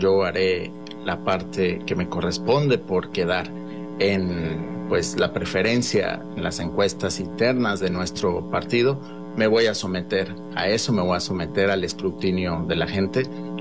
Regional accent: Mexico City, Mexico; also born or lived in Tabasco; la Ciudad de México. Allá estudié, allá crecí, me desempeñé, pero siempre tuve arraigo a la tierra. Soy tabasqueño de nacimiento.

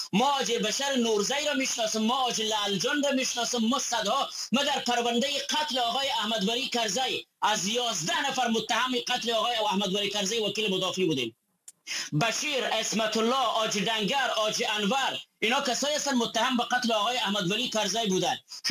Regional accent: Badakhshan, Afghanistan; من از بدخشان هستم.

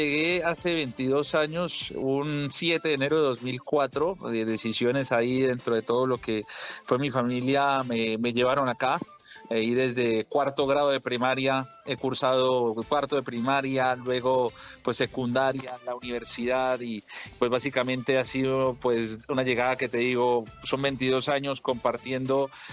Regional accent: Bogotá, Colombia; now in Panama; Bogotano, 100% capitalino, orgullosamente capitalino

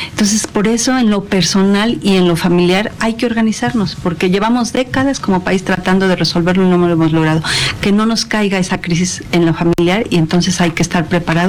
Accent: Mexico; realmente no la tenemos fácil como mexicanos

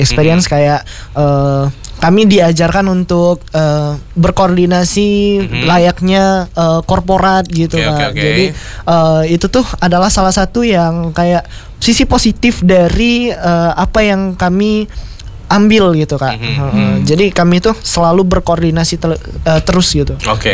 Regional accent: Palembang, South Sumatra, Indonesia; Aku dari Mandua Palembang.

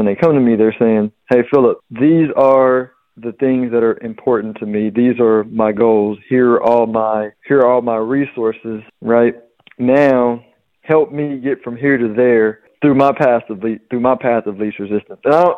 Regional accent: Houston, Texas, United States; I mean, growing up in Houston was great. It was tough to understand the relativity of living anywhere else because it was all I knew. But it was a laid back city

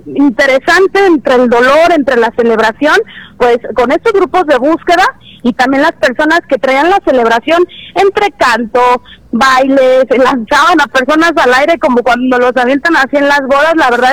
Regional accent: Mexico; Pues mira, de verdad que como buenos mexicanos, acá la vibra se está viviendo muy intensa.

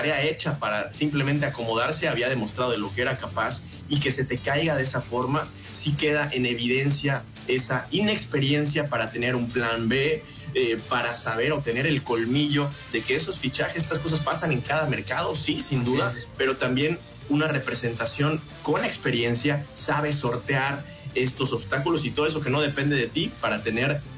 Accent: Mexico; Pero creo que estábamos cegados y sesgados como mexicanos queriendo a nuestros futbolistas

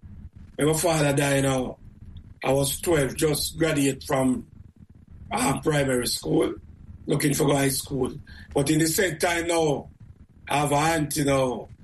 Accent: Kingston, Jamaica; about downtown Kingston. Matthews Lane, to be exact. Well, I was living in Rum Lane.

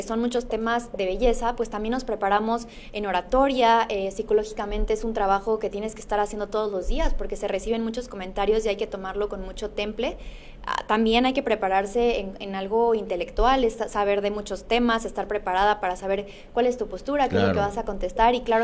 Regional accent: Acapulco, Guerrero, Mexico; aquí nací, nací en el 2000, vivo aquí actualmente, aquí estudié toda mi trayectoria escolar, nada más en la universidad me fui a la Ciudad de México a prepararme, yo soy abogada, y ahorita estoy viviendo aquí, me estoy preparando entre Acapulco y Jalisco

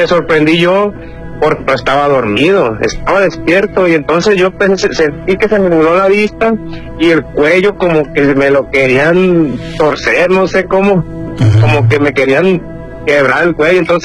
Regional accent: Santiago Ixcuintla, Nayarit, Mexico; born or raised there

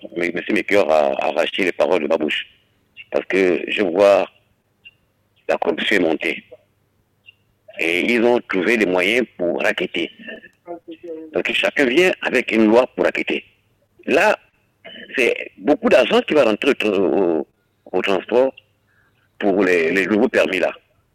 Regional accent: Makokou, Ogooué-Ivindo, Gabon; Je suis né au Gabon, à Makou, je n'ai jamais voyagé.

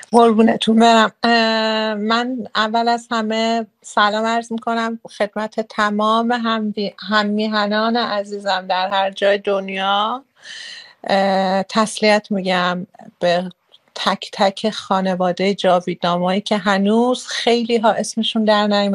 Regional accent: Rasht, Gilan, Iran; من بچه رشتم

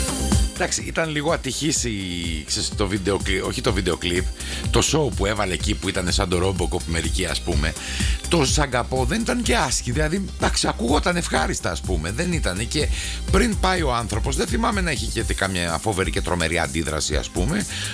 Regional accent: Greece; Γιατί είμαστε από την Ελλάδα

